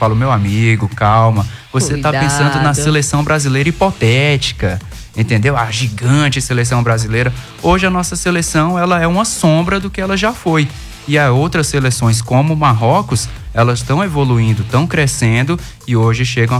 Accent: Brasília, Federal District, Brazil; moved away; eu vou ter que torcer pro time da minha terrinha, eu vou torcer pro Capital.

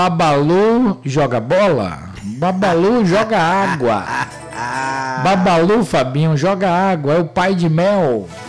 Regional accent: Brazil; Nós, como brasileiros

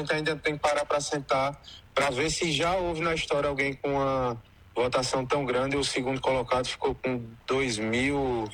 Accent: Petrolândia, Pernambuco, Brazil; ser o primeiro filho natural, nascido e criado em Petrolândia

